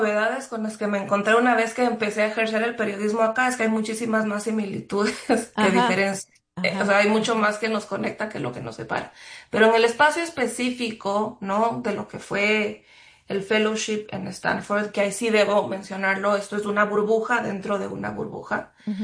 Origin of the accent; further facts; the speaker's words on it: Ecuador; Recordemos que yo vengo de Ecuador. Ecuador es un lugar en donde mucha de la información, así como sucede en otras zonas de Latinoamérica, está centralizada en las grandes urbes.